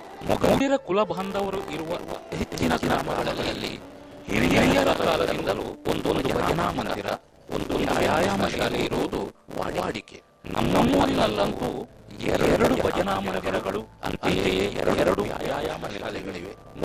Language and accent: Kannada; Mangalore, Karnataka, India; ನಮ್ಮ ಬೋಳೂರು ಪಡಪಾಡು ಭೂಮಿ ಅಥವಾ ಗುರುಗುರುಪುರ ಬೆಳೆ ಎಂದು ನಾವು ಕರೆಯಲಾಗುವ ನದಿ ಕಿನಾರೆಗೆ ಹೊಂದಿಕೊಂಡಿರುವ ಒಂದು ಪ್ರದೇಶ.